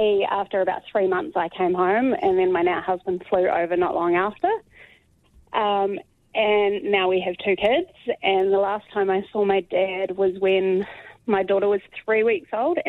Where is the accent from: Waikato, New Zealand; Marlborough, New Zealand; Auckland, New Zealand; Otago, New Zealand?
Otago, New Zealand; Oamaru; also born or lived in Dunedin; So I never met him. I grew up in Oamaru and I knew his family.